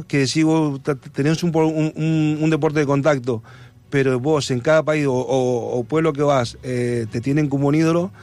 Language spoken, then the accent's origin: Spanish; Mendoza, Argentina; now in Denia, Spain; Mi pueblo es Mendoza y muy pegado al pueblo se llama San Juan.